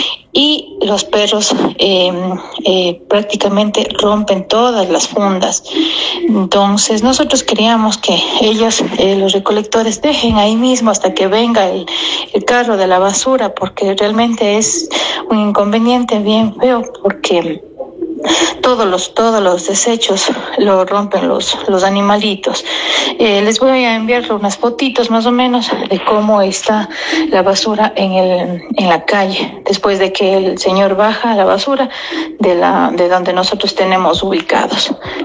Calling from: Ecuador; somos del sector de Miraflores, del barrio Santa Cecilia.

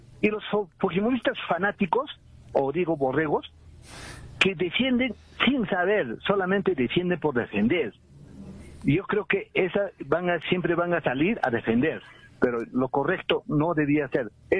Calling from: Juliaca, Puno, Peru; de la ciudad de Juliaca

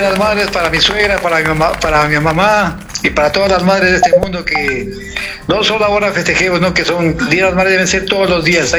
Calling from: Loja, Ecuador; De Pachicusa, mi rey, de Pachicusa.

